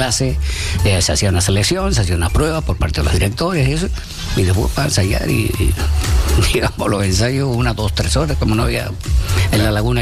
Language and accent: Spanish; Güímar, Canary Islands, Spain; also born or lived in Santa Cruz de Tenerife; Nací en Santa Cruz de Tenerife, aunque soy guimarero. Aunque tuve que nacer aquí porque mi padre trabajó en la refinería, uh-huh, y una serie de convenios que tenía con la clínica Covadonga.